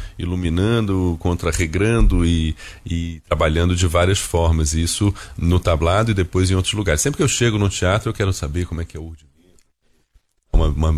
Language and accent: Portuguese; Rio de Janeiro, Brazil; born there; also born or lived in Brasília / United States / Portugal; Com 4 anos eu fui parar no Rio de Janeiro e lá fiquei.